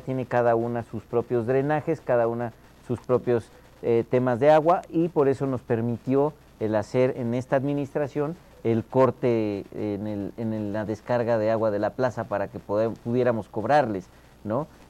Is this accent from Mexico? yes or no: yes; San Martín Texmelucan, Puebla, Mexico; tenemos mucho que festejar como mexicanos y como texmeluquenses.